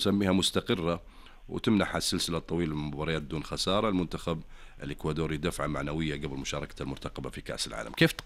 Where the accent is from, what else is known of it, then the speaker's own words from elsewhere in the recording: Saudi Arabia; الأهم عندنا كسعوديين